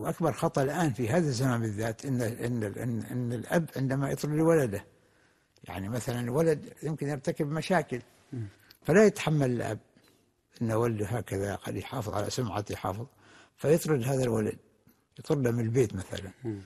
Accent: Oman; كان واحد الحياة بسيطة في القرى في البلدان مثلا عندنا في عمان تجد الواحد أين يذهب يعني البلد كلها متكاتفة وكلها متعاونة وكلها متعارفة

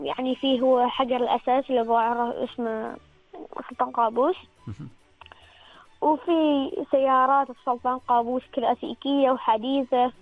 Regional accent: Nizwa, Ad Dakhiliyah, Oman; ولاية نزوة.

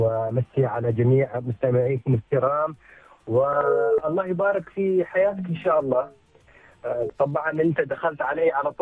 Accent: Sur, Ash Sharqiyah South, Oman; لكن أنا بحكم أني أنا أساسا من ولاية صور، فاخترت أن أصور هذا الفيلم وهذه السفرة في مدينتي يعني.

